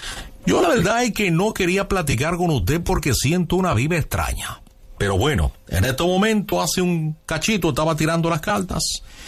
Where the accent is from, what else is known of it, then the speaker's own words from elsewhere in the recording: Havana, Cuba; born there; moved away; Yo nací en La Habana, Cuba, en 1979. Y bueno, desgraciadamente, por las cuestiones que usted sabe en Cuba, tuve que emigrar a Miami, posteriormente a México